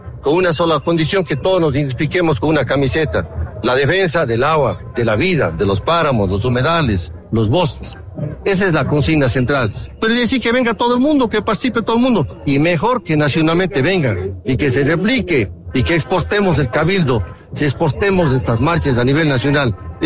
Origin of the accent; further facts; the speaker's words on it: Cuenca, Azuay, Ecuador; ¿qué somos, pues, los cuencanos, azuayos y australes dentro del contexto nacional?